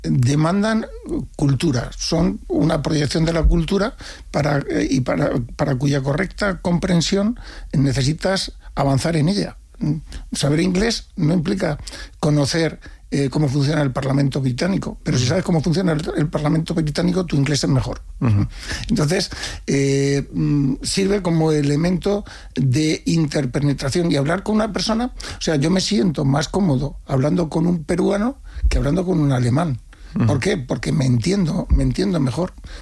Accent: Spain; Somos los españoles somos empáticos.

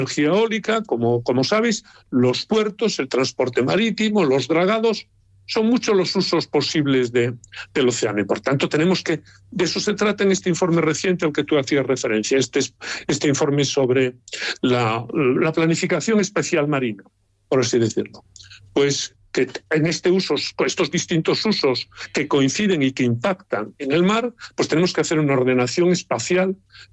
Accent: Galicia, Spain; siendo yo gallego, la primera región pesquera no solo de España, sino de Europa, pues nosotros los gallegos tampoco podemos, lógicamente, pues despreciar el sector o renunciar a él.

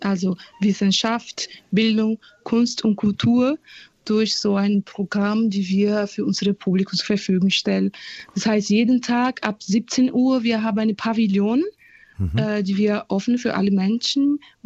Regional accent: Brazil; German is a second language; now in Frankfurt, Germany; Ich komme aus Brasilien

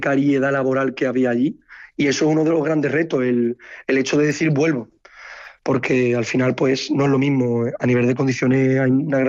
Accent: Cádiz, Andalusia, Spain; moved away as an adult; also born or lived in Seville / Montpellier / Paris; now in France; aunque soy realmente de Cádiz, hago mis estudios en Sevilla, y yo decido emigrar. Yo voy a Montpellier, después he estado en París, incluso he estado en las islas del Caribe, que también son islas francesas

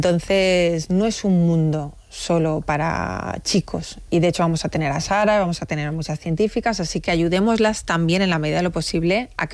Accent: Valencian Community, Spain; en mi tierra, en la Comunidad Valenciana

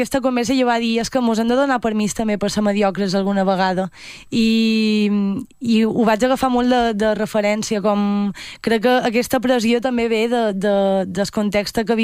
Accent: Marratxí, Balearic Islands, Spain; Jo soc de Marratxí, però faig molta vida a Palma.

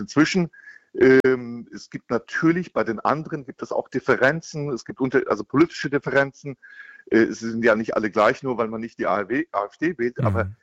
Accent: Rüsselsheim, Hesse, Germany; Also ich komme aus Rüsselsheim.

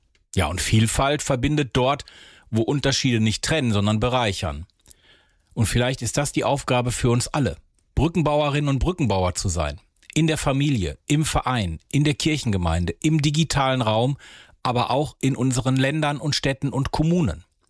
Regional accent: North Rhine-Westphalia, Germany; 80 Jahre Nordrhein-Westfalen, mein Heimatland.

